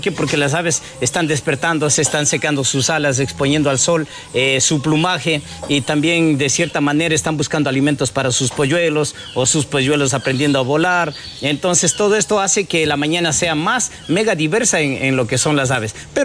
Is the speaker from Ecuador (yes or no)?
yes; Mindo, Pichincha, Ecuador; mis padres no son de aquí, mis padres son de la provincia del Cotopaxi, orgulloso de decirlo, pero yo soy ya propiamente de aquí, de Mindo, entonces yo me crié aquí en Mindo